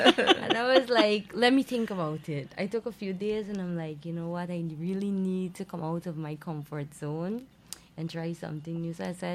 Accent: Mabaruma, Barima-Waini, Guyana; Yes, I'm from Region 1.

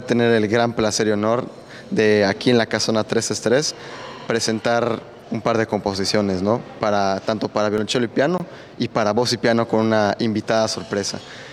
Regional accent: Mexico; Nosotros como mexicanos, de alguna forma, no, ahora sí que como somos colonia, tenemos esa herencia, ¿no?

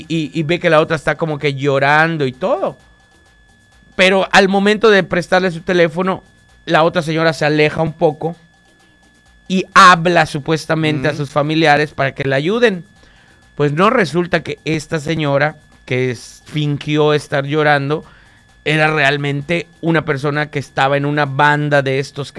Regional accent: Yucatán, Mexico; los que somos yucatecos a veces somos muy confiados.

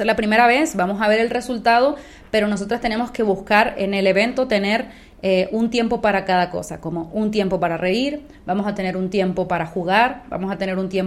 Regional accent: Argentina; Soy argentina.

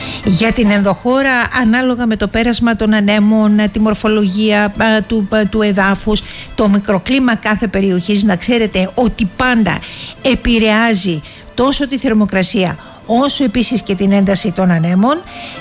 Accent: Viannos, Crete, Greece; Μπορεί στη Βιάνο να παίρνει τις πέτρες, που είναι το χωριό μου

